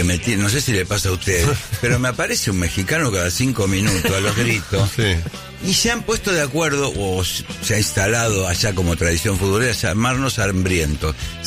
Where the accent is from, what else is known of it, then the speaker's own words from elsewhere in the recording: Argentina; Porque los argentinos, que no somos ventajeros como los argentinos.